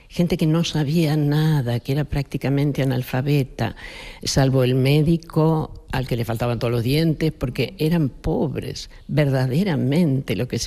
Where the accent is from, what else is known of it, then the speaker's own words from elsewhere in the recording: Argentina; en mi caso, en nuestro caso, en Argentina